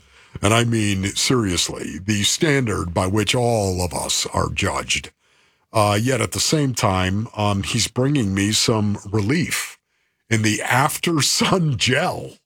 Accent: Arizona, United States; I'm from Arizona, of course.

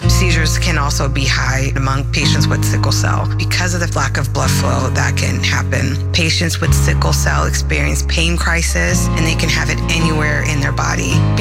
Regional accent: Buckeye, Arizona, United States; We are from Buckeye, Arizona.

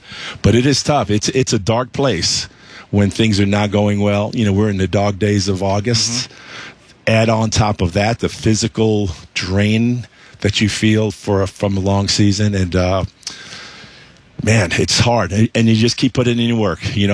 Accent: Queens, New York, United States; You know, for me growing up, I grew up in Queens. I had 7 brothers and sisters, so total of 8.

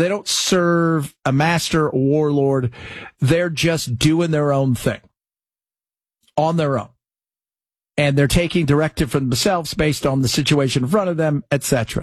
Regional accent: United States; as an American, Nebraska

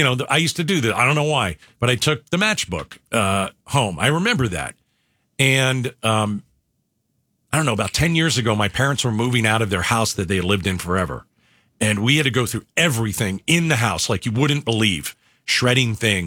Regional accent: United States; I'm from the New York, New Jersey

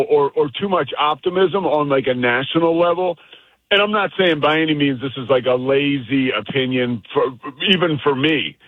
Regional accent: Philadelphia, Pennsylvania, United States; now in Texas, United States; I'm from Philadelphia, but I live in Texas now.

